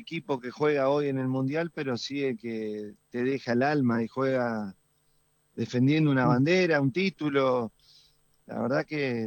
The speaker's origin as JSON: {"language": "Spanish", "country": "Argentina", "moved": "yes", "lives_now": "Monterrey, Mexico"}